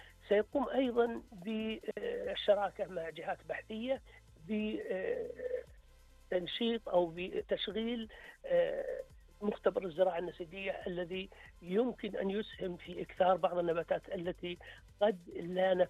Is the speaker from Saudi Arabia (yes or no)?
yes; Al-Qassim, Saudi Arabia; عندنا في القصيم